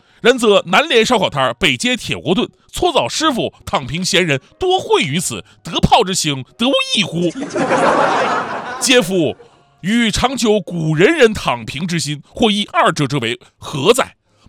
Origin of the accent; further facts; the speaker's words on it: Changchun, Jilin, China; 我没找到写我们老家长春的诗啊。作为一个长春人，我特别的着急。